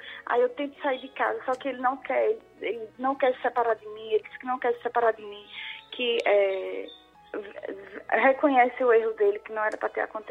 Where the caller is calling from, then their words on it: Brazil; Eu estou falando de algum lugar do Brasil.